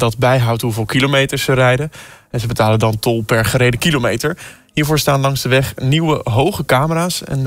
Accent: Hoogeveen, Drenthe, Netherlands; Ik kom uit Hogeveen.

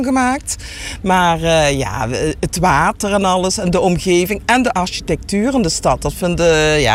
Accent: Maastricht, Limburg, Netherlands; Wij komen uit Maastricht, uit het diepe zuiden.

